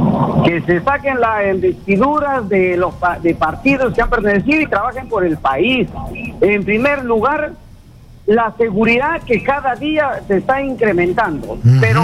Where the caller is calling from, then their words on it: Peru; nosotros como peruanos